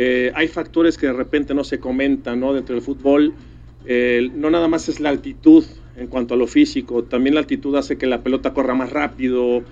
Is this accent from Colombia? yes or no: no; Mexico; nosotros como mexicanos siempre dispuestos a la ayuda